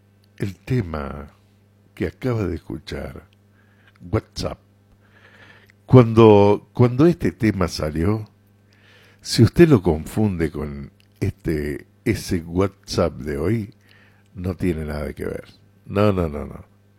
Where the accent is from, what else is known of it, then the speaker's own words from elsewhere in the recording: Posadas, Misiones, Argentina; born there; Imagínese que mi procedencia es litoraleña. Yo soy nacido en Posadas, en Misiones, con un padre nacido en Concordia, en Entre Ríos.